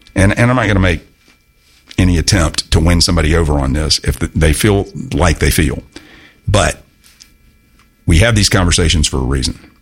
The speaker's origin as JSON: {"language": "English", "town": "Augusta", "country": "United States", "said": "We're all from the Augusta metro area. And I'm very proud of that."}